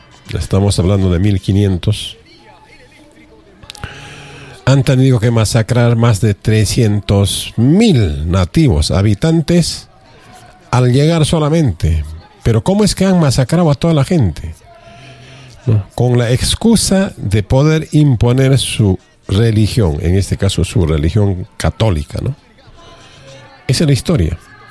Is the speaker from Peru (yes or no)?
yes; Peru; nosotros, como peruanos, como patriotas, como nacionalistas